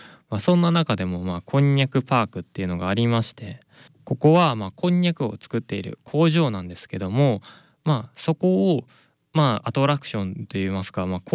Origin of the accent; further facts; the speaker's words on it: Gunma, Japan; now in Nonoichi, Japan; 僕の地元の、まあ、群馬県についてねちょっとお話ししていこうかなと思うんですけども